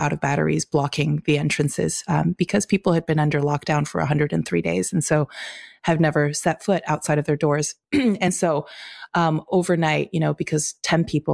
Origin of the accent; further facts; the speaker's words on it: Urumqi, Xinjiang, China; moved away; my hometown of Urumqi